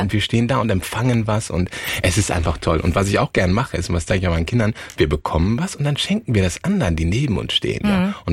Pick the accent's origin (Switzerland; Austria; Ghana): Ghana; Nee, der Daddy ist aus Ghana gekommen. Ja. Mhm. Wir kommen aus Ghana, Mama auch.